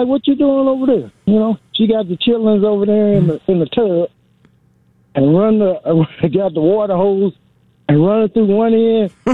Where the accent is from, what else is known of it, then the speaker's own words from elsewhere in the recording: Chicago, Illinois, United States; born there; I was born in Chicago.